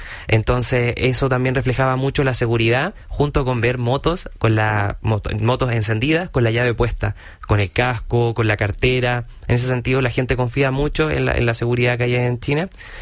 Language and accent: Spanish; Chile; Muchas veces decimos como chileno, estudio tanto chino mandarín y voy a la tienda a comprar y no me entienden